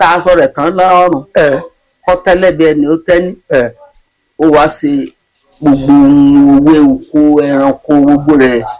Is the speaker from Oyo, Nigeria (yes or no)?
no; Ekiti, Nigeria; Èkìtì ni mí.